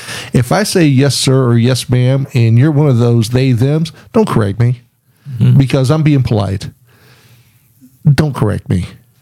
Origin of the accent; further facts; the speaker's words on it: Irving, Texas, United States; I'm from Texas. I'm Irving, but at the time it was a small town, and I grew up in the country.